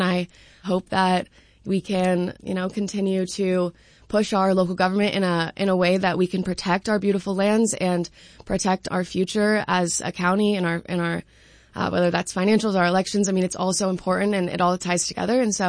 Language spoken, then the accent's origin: English; Spokane, Washington, United States; I grew up in around Mount Spokane and grew up skiing on the mountain.